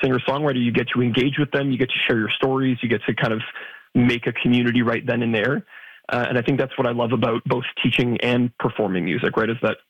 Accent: Ontario, Canada

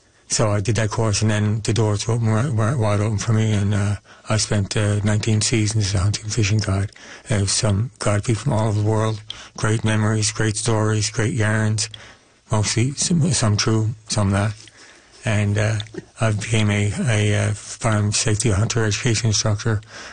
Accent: Emerson, Newfoundland and Labrador, Canada; now in St. John's, Canada; I grew up here in St. John's. Yeah. Well, I went to school in St. John's. I grew up out in Emerson, Bonavista Bay, the heart of the bay.

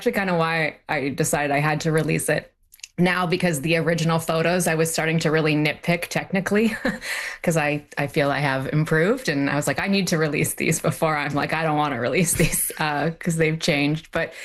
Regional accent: Kirkland Lake, Ontario, Canada; moved away; I very much experience my hometown as I am.

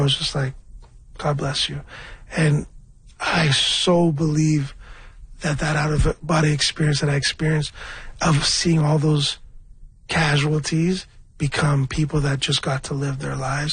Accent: Toronto, Ontario, Canada; I'm from Scarborough. I'm a rapper.

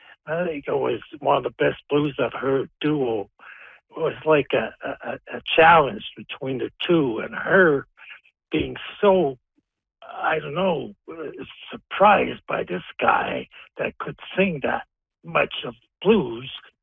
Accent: Châteauguay, Quebec, Canada; I'm from Montreal, Chateauguay, actually.

